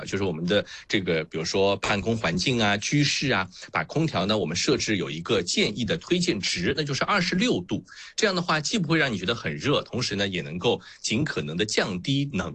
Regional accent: Shanghai, China; accent: Shanghainese; 哎，我们上海话会这么来说啊，就上海话的很好，我们会用一个词叫老，就是老啊。

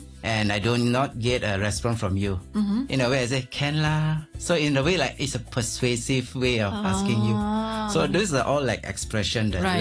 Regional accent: Malaysia; moved away as an adult; now in Hong Kong; we being Malaysian

